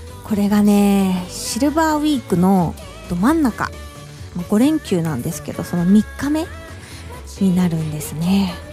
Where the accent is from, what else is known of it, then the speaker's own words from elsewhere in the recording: Odawara, Kanagawa, Japan; 私の地元の神奈川県小田原市にある三の丸ホールというところですね、小田原城の目の前にあるホールなんですけど